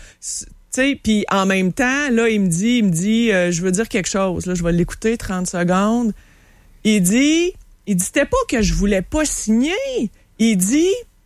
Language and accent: French; Sainte-Foy, Quebec, Canada; also born or lived in United States; Non, c'est du région de Québec. J'ai grandi à Sainte-Foy, j'ai été aux États-Unis un petit peu aussi.